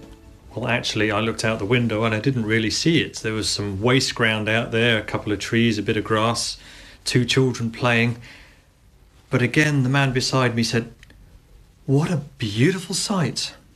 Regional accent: England, United Kingdom; And it hadn't hit me because I'm English and here I'm used to it. I went to Stanborough School and we grew up in mixed races, all sorts of nationalities playing together, and it was fine.

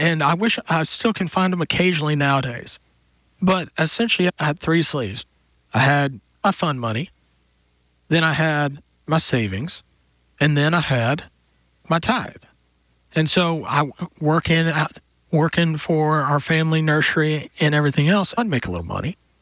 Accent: Texas, United States; me growing up in Texas, that was part of our lifestyle

